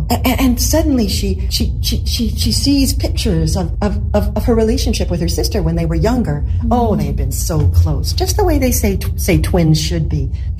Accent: British Columbia, Canada; I'm from Vancouver Island, Canada.

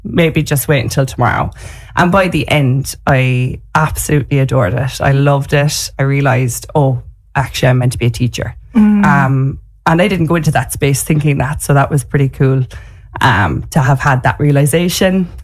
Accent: Ireland; I'm very Irish.

